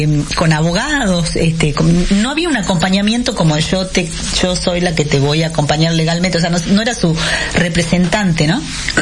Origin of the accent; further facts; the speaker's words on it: Animaná, Salta, Argentina; yo soy de los Valles Calchaquíes